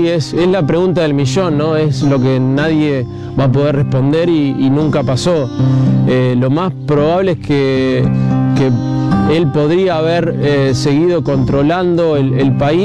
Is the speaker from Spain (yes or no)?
no; Argentina; uno como argentino y como amante de la historia